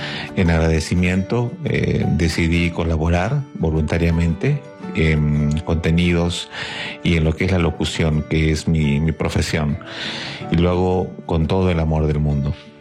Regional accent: Los Olivos, Lima, Peru; soy del distrito de Los Olivos y escucho Radio María hace 15 años.

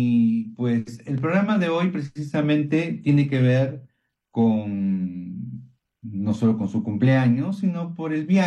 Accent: Peru; no solamente somos nosotros los peruanos

